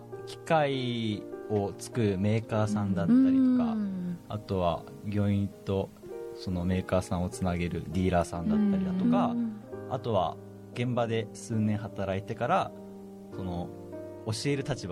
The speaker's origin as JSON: {"language": "Japanese", "region": "Oita", "country": "Japan", "tie": "born or raised there", "said": "僕大分出身なんですけど、"}